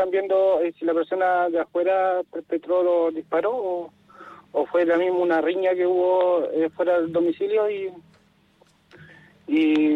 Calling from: Puchuncaví, Valparaíso, Chile; De aquí, en la comuna Puchuncaví.

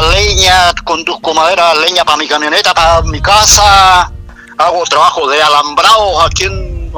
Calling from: Chonchi, Los Lagos, Chile; De Chonchi.

